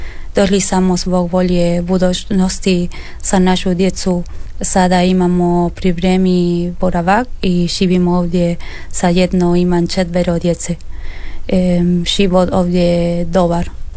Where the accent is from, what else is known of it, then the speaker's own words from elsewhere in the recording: Argentina; Croatian is a second language; moved away as an adult; now in Croatia; dolazim iz Argentine. Došla sam u Poznicu 2024 sa svojom obitelji.